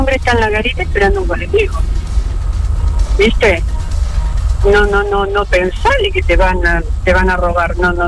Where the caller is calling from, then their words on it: Pergamino, Buenos Aires Province, Argentina; Nosotros somos de Pergamino, provincia de Buenos Aires